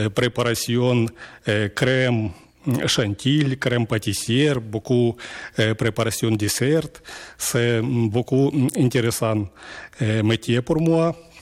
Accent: Ukraine; French is a second language; moved away as an adult; now in Lourdes, France; Je suis ukrainien, j'ai arrivé en France 3 ans. Maintenant, je travaille à l'hôtel Astoria Vatican à Lourdes.

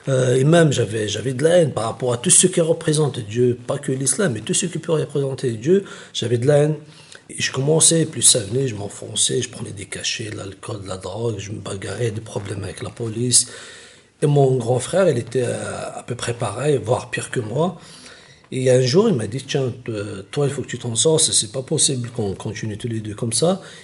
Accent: Kabylie, Algeria; moved away as an adult; also born or lived in Algiers; Moi, je viens de la Kabylie

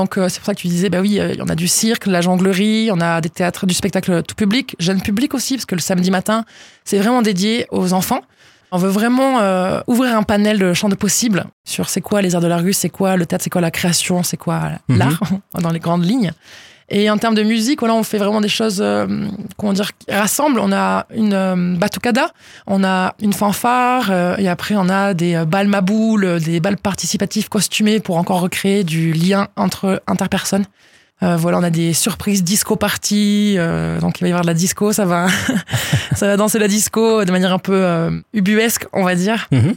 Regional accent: Salles-sur-Garonne, Occitanie, France; also born or lived in Toulouse; En fait, moi je suis native de... je suis toulousaine, mais j'ai grandi à Salles-sur-Garonne.

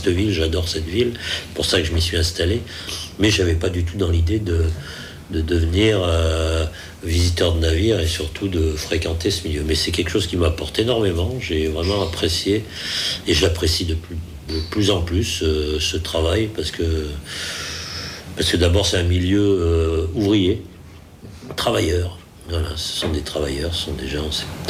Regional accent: Grenoble, Auvergne-Rhône-Alpes, France; now in Sète, France; je suis montagnard, moi je viens des Alpes. Si, quand j'étais jeune, j'avais fait quelques camps de voile, mais payé par la ville de Grenoble à l'époque, parce que moi je suis grenoblois

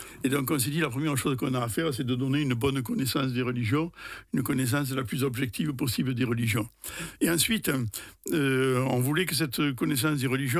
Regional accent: Le Vigan, Occitanie, France; je suis Cévenol. Parce que ça, c'est quelque chose à quoi je tiens beaucoup. Donc, je suis originaire de la région du Vigan. Là est ma famille, tant paternelle que maternelle. Et je suis, alors, j'ai un bon Cévenol, je suis un peu mélangé, c'est-à-dire je suis catholique

